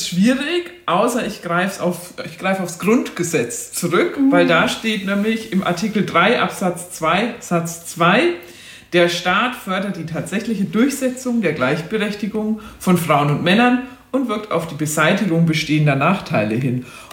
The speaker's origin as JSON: {"language": "German", "region": "Bavaria", "country": "Germany", "tie": "born there", "moved": "yes", "said": "Ich komme nicht aus Aschaffenburg selber, das hört man manchmal noch am R ein bisschen. Ich bin in Nürnberg oder in der Nähe von Nürnberg geboren und bin jetzt aber seit 2020 schon in der Gleichstellungsstelle der Stadt Aschaffenburg"}